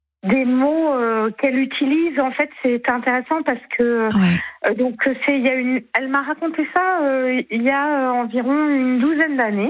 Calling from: Le Mans, Pays de la Loire, France; j'habite au Mans, donc voilà, on est aux alentours du Mans.

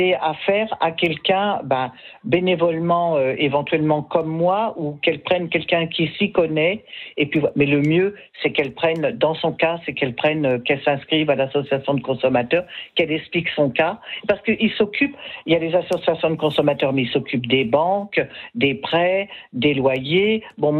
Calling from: Saint-Brieuc, Brittany, France; je vais vous dire où je suis à Saint-Brieuc

